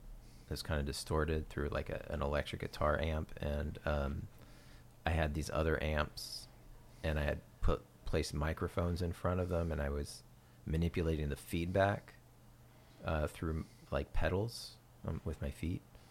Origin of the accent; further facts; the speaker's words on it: Pacific Northwest, United States; I was from the Northwest